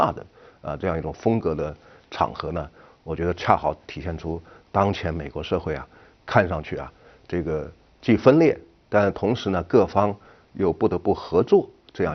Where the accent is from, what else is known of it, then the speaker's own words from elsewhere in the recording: China; 我们中国人